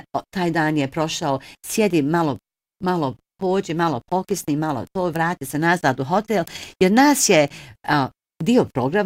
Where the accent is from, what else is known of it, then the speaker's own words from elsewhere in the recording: Bosnia & Herzegovina; A tako da smo se kao pravi Bosanci uputili još jedan kafić gdje smo se družili i upoznavali